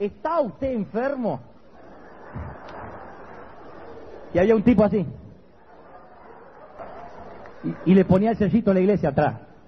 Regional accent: Argentina; yo puedo hablar así porque soy argentino.

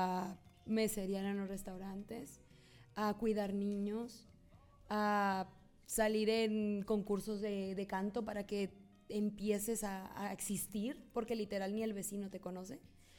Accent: La Piedad, Michoacán, Mexico; moved away as an adult; also born or lived in Chicago, United States; now in California, United States; nací en Chicago, Illinois. Me crié en La Piedad, Michoacán desde los 5 años hasta hace 8 años que me fui a California

